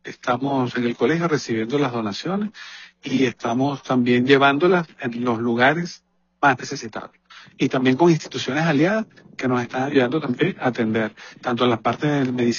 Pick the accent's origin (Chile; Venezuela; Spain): Venezuela